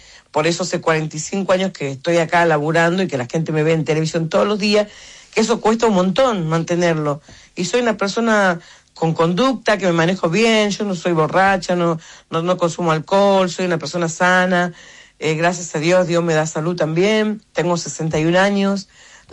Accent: Tucumán, Argentina; also born or lived in Buenos Aires; Yo soy de Tucumán y vivo allá también. Vivo acá y en Buenos Aires y en Tucumán.

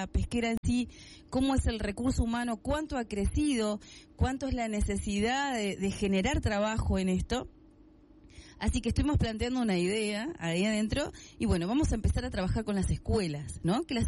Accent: Caleta Olivia, Santa Cruz, Argentina; los caletenses no conocemos la pesquera. Yo le digo, yo soy nacida en Caleta.

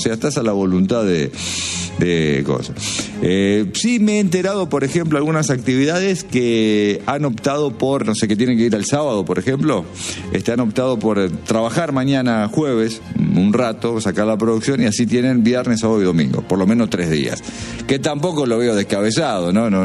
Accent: Argentina; Pero bueno, somos argentinos, inevitablemente.

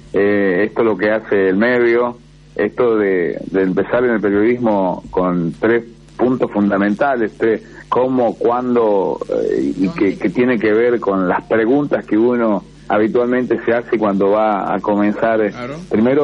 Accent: Santa Fe, Argentina; nosotros los santafesinos nos tragamos la S, fíjate, porque no es tan grave, porque es una parte de nuestro dialecto, nuestra idiosincrasia.

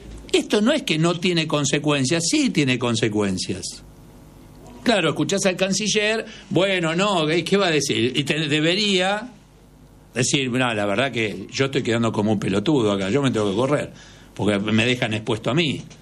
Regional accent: Argentina; nosotros como argentinos necesitamos nivelar hacia arriba

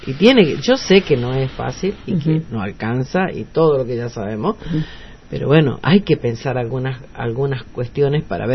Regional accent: General Pinedo, Chaco, Argentina; yo soy de General Pinedo. Ahí está, de Pinedo. Y nunca había visto, la verdad, mira que vivo ahí desde chica.

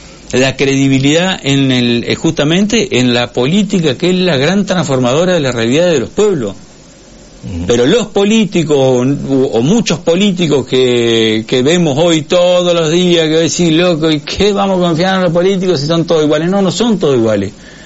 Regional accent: Argentina; tenemos que creer en nosotros como argentinos

